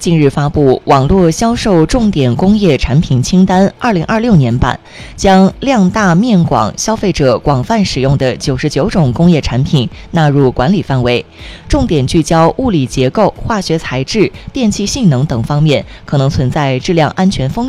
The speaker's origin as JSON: {"language": "Chinese", "region": "Xinjiang", "country": "China", "said": "咱们新疆人呢，喜欢吃豆腐"}